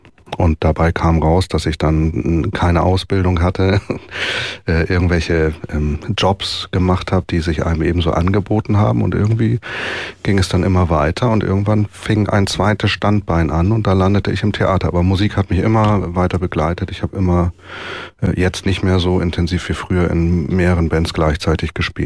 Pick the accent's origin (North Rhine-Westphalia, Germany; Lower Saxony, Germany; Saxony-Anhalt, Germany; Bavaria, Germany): Lower Saxony, Germany; Ehestorf; Ich hatte einen Nachbarn im Dorf. Ich bin in Ehesdorf aufgewachsen, beim Kiekeberg in der Nähe.